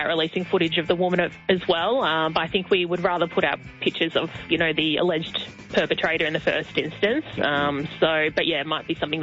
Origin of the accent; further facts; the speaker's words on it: Queensland, Australia; I'm not an AFL fan. I'm from North Queensland, so I'm about the NRL.